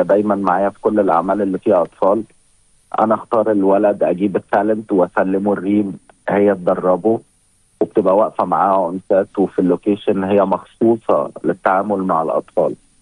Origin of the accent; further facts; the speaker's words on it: Egypt; هو نفس الحال ده عندنا في مصر